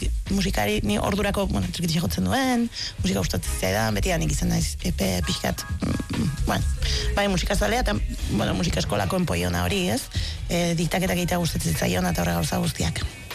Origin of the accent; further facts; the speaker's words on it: Arrasate, Basque Country, Spain; born there; laro geigarren amarkada ziren jaio nintzen Arrasaten.